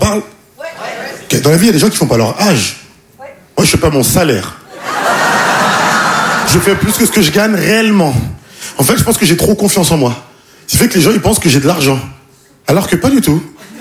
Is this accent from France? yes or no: yes; Île-de-France, France; now in Paris, France; j'ai grandi en banlieue parisienne. Aujourd'hui, j'habite à Paris.